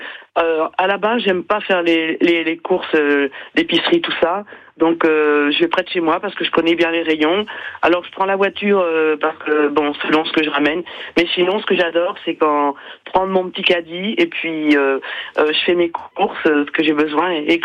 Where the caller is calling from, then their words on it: Perpignan, Occitanie, France; j'habite à la Porte d'Espagne